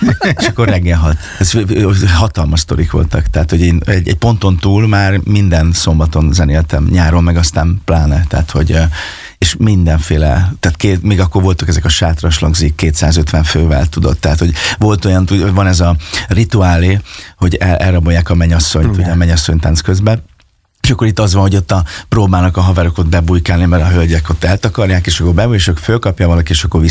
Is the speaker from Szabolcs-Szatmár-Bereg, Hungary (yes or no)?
yes; Fényeslitke, Szabolcs-Szatmár-Bereg, Hungary; also born or lived in Kisvárda; Hát ugye én Fényes Litkén nőttem föl, és Kisvárdán születtem